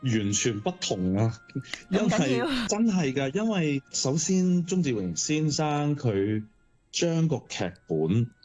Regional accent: Hong Kong

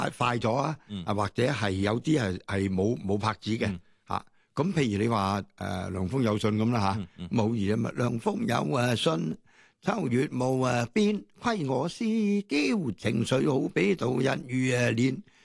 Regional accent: Guangdong, China; 因为我哋广东人咧。叫嗰个系轻拍，叫做钉噶嘛，

